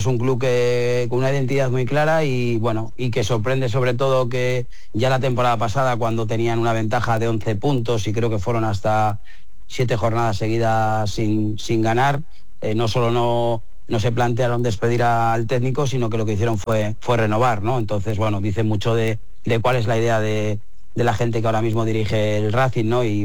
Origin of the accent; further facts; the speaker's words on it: Valladolid, Castile and León, Spain; olvidándome un poco que soy de Valladolid, del Valladolid, de las dos cosas, del Pucela